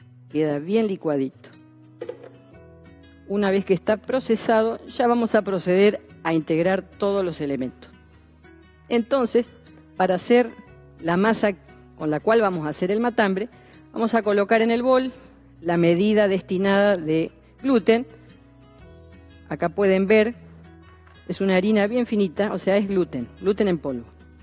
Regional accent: Argentina; moved away; yo que soy de Argentina, lo conozco de allí

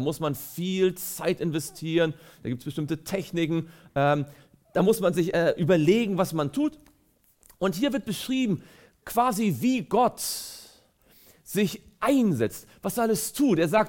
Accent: Mecklenburg-Vorpommern, Germany; now in Baden-Württemberg, Germany; bin ja nicht gebürtig aus Baden-Württemberg, aber als ich hierher zog, habe ich zum ersten Mal in meinem Leben Weinberge gesehen. Ich komme von der Ostsee, da gibt es keine Weinberge, ja, da gibt es raue See und viel Sand und Moor in Mecklenburg-Vorpommern.

